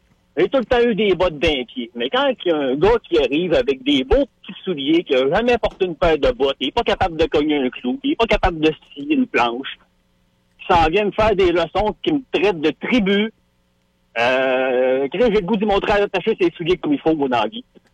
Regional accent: Quebec, Canada; born there; also born or lived in Loretteville, Quebec City / Beauce; je suis né à Québec, je suis né à Loretteville. J'ai grandi au Saguenay, j'ai grandi dans la Beauce

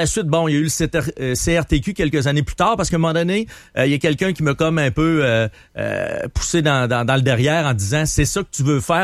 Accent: Lac-Beauport, Quebec, Canada; also born or lived in Rivière-du-Loup; je suis natif du lac Beauport

